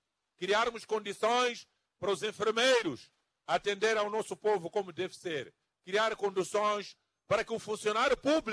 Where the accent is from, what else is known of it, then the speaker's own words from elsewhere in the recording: Mozambique; Todos nós, como moçambicanos